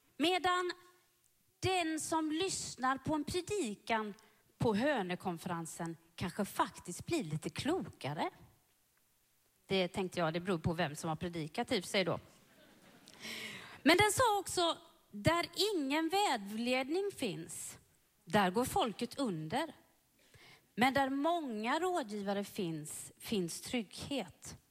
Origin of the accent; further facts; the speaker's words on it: Sweden; jag är uppvuxen i HV-staden